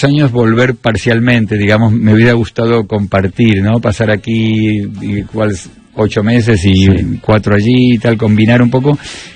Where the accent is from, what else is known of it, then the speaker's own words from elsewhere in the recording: Argentina; accent: Argentine; now in Spain; mi acento, que a un español le parece totalmente argentino, cuando voy a Argentina, es parcialmente argentino.